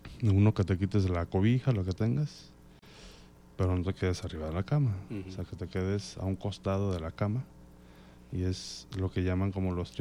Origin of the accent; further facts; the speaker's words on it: Mexico; Pero eso es lo principal de cómo nosotros como, digamos, como mexicanos, nos representa eso.